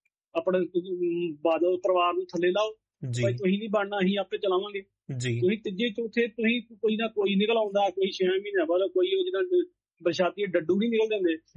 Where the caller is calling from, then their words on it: Anandpur Sahib, Punjab, India; ਇੱਥੇ ਸਾਡੇ ਏਰੀਏ ਆਨੰਦਪੁਰ ਸਾਹਿਬ